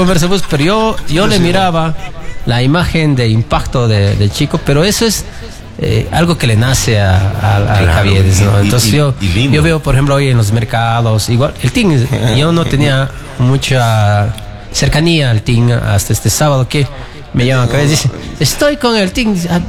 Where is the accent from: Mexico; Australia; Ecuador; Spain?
Ecuador; Guachapala, Azuay; moved away as an adult; also born or lived in United States; yo nací en Huachapala, una tierra donde quiero mucho, porque yo nací ahí, me crié, me eduqué, mis padres nacieron allí. Ellos murieron en Huachapala, están enterrados en Huachapala, igual que mis hermanos.